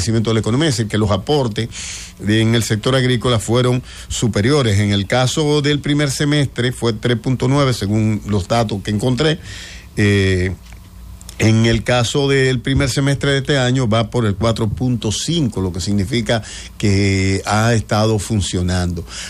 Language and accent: Spanish; Dominican Republic